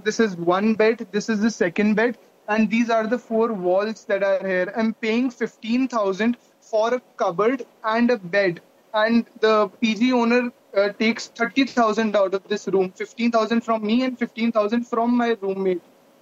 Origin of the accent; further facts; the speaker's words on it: Jaipur, Rajasthan, India; moved away as an adult; now in Delhi, India; I'm from Jaipur